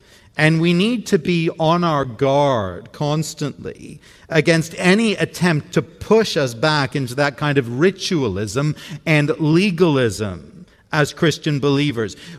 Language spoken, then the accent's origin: English; Toronto, Ontario, Canada; When I was a kid growing up in Toronto, I used to enjoy going downtown on a Saturday morning with one or two of my friends